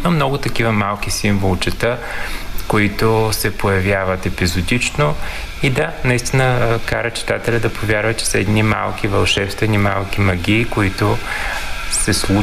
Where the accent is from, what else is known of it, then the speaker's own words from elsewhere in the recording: Yambol, Yambol Province, Bulgaria; moved away as an adult; now in Burgas, Bulgaria; По принцип съм от Ямбол, но се чувствам вече бургазлия, защото повече от 12 години живея там.